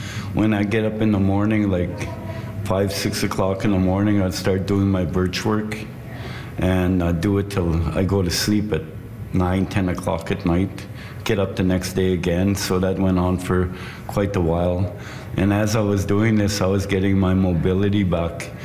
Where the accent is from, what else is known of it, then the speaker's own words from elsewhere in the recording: Buffalo Narrows, Saskatchewan, Canada; I'm from Buffalo Narrows, Saskatchewan. I'm a First Nations person from Canoe Lake.